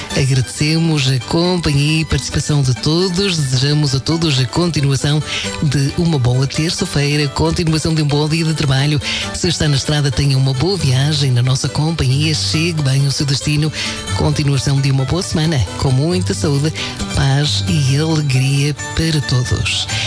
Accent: Azores, Portugal; now in California, United States; toda a minha família e amizades nos Açores, em especial na minha terra, Ilha de São Jorge

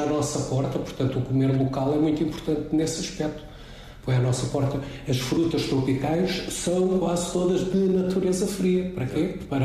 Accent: Alentejo, Portugal; Por exemplo, sou alentejano, adoro enchidos.

